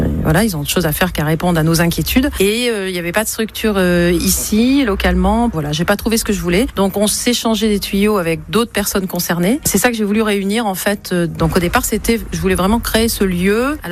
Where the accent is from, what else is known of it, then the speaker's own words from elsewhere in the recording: Arcachon, Nouvelle-Aquitaine, France; born there; moved away as an adult; also born or lived in China / Singapore; j'ai 61 ans, je suis née à Arcachon.